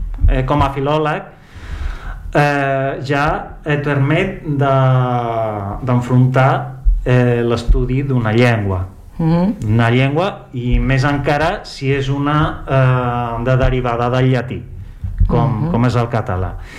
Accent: Linares, Andalusia, Spain; moved away as an adult; now in Barcelona, Spain; Bé, al començament, doncs, vivia al meu poble, a Linares, així... Allà vaig estudiar... el col·legi, el batxillerat, tot allò. I després, anant els anys, en córrer el temps, ma germana va venir a Barcelona a viure

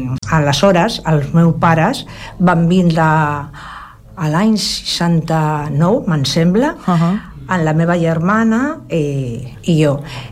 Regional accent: Lorca, Region of Murcia, Spain; tinc records de quan les vacances de l'estiu sí. marxen al meu poble. Yeah. Lorca, Àguiles, Mazarrón, tota la part de Múrcia.

